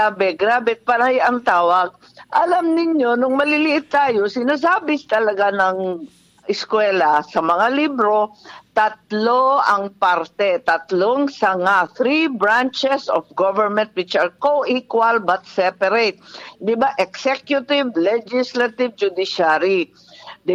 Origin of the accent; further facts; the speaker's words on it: Ilocos Region, Philippines; Ang lapit sa Ilocos, mas malapit ang Kaohsiung kaysa sa Manila sa amin sa Ilocos.